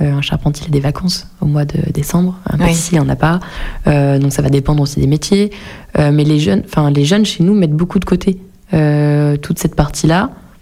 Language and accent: French; Lyon, Auvergne-Rhône-Alpes, France; Je suis pas forcément pour repartir à Lyon, j'y retournerai de temps en temps, mais je suis pas pour repartir vivre là-bas en tout cas.